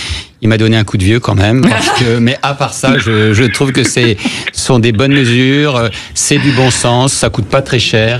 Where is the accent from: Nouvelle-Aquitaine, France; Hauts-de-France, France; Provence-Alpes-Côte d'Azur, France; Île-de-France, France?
Île-de-France, France; Paris; moi je suis parisien